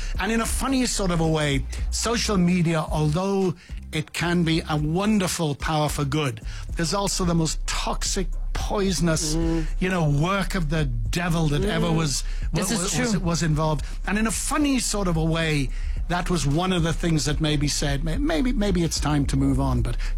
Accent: Ireland; I was used to sort of growing up in Ireland and in bars where you had chats and arguments

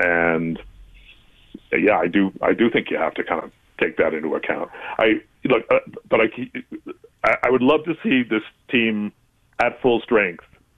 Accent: Canada; as a Canadian

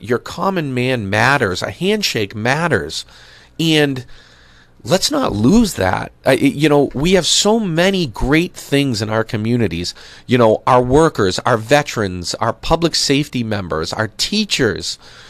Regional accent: Oxford, Massachusetts, United States; moved away as an adult; now in Thompson, United States; I've been in Thompson for 15, 20 years now. And I came originally from Oxford in Massachusetts. And I will say that when I was a kid growing up there

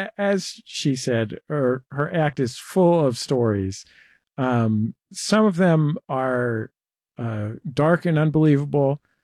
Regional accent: San Francisco, California, United States; like I grew up in San Francisco

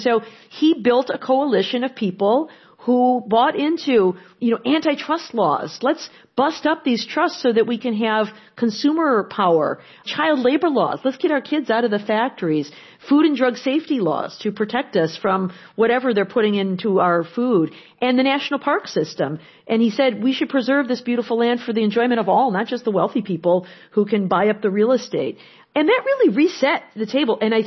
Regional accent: Detroit, Michigan, United States; You know, I come from Detroit, a child of the auto industry, where we've had for a long time a lot of auto workers who feel left behind.

